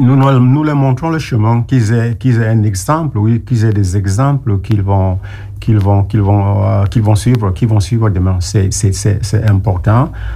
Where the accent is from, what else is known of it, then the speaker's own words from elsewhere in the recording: Cameroon; first language French; English is a second language; now in Cork, Ireland; I'm from the French part of Cameroon. So French will be my first language.